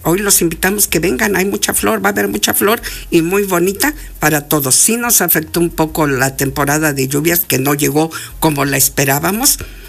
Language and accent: Spanish; San Diego Acapulco, Puebla, Mexico; Si nosotros, yo que emano de y soy de la Junta Auxiliar de San Diego Acapulco, pues esa parte es arenosa.